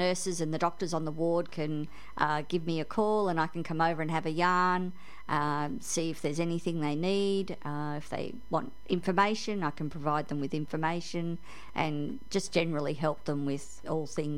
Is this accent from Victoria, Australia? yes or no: no; Sydney, New South Wales, Australia; also born or lived in Cairns; now in Thursday Island, Australia; I grew up in Sydney and have lived in Cairns for 20 years.